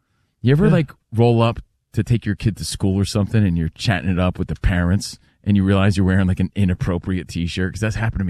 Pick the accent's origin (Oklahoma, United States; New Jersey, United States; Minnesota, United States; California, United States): New Jersey, United States; Union; Yeah, we're the Union farmers, bro. I grew up in Union.